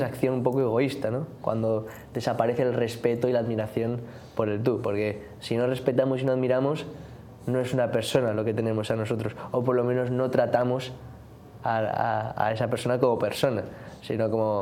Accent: Spain; now in Miami, United States; un joven de 22 años, que estoy aquí en Miami, pero soy de España. Creo que se me nota por mi acento.

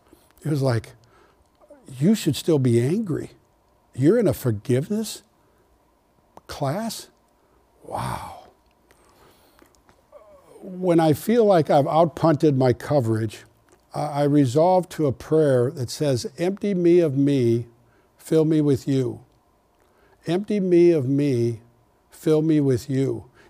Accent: Kansas City, United States; I'm from Kansas City

